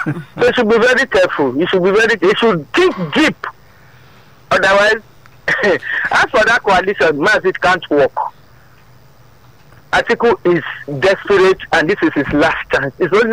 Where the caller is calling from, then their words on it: Iju, Lagos, Nigeria; I'm calling from Iju.